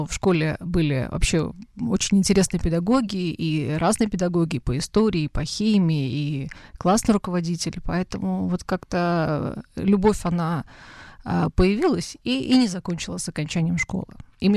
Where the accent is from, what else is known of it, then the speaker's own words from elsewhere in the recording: Oryol Oblast, Russia; мы из Орловской области